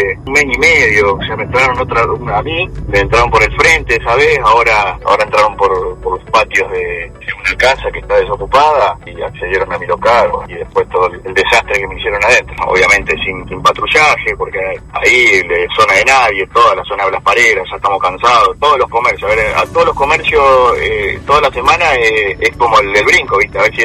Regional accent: Santo Tomé, Santa Fe, Argentina; Cuando te llamo, yo soy de Santo Tomé, me llama un vecino, me dice, te entraron a robar.

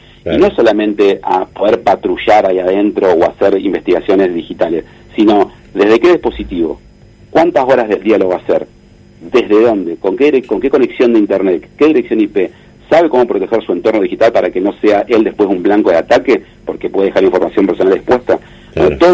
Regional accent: Argentina; nosotros como argentinos.

